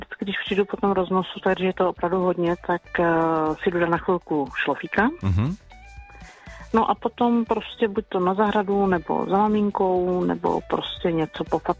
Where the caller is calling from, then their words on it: Brno, South Moravian Region, Czechia; Jsem z Brna. Městská část Jundrov.